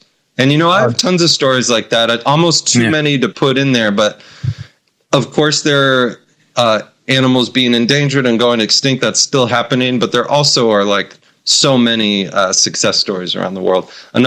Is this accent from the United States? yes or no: yes; Spokane, Washington, United States; born there; now in Bellingham, United States; I was born in Spokane, where a lot of the fires are.